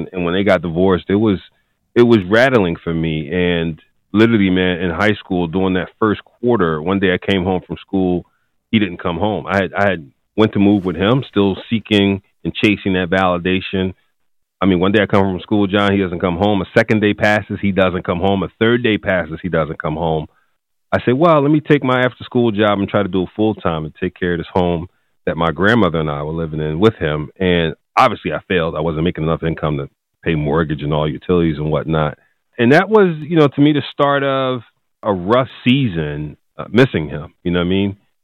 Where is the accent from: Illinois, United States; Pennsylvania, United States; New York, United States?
Pennsylvania, United States; Philadelphia; Well, you know, North Philly was tough back then. Athan Butler was considered at that time, man, the drug capital of the world, at least the United States. And I was one of those kids, I think, not unlike many, that had a rough childhood